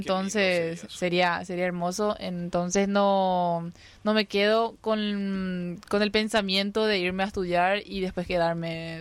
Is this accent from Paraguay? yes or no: yes; Paraguay; moved away as an adult; now in Modena, Italy; soy de Paraguay.